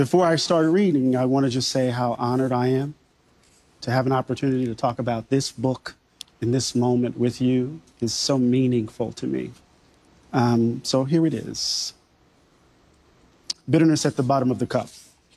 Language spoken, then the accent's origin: English; Mississippi, United States; Maybe it's because I'm from Mississippi.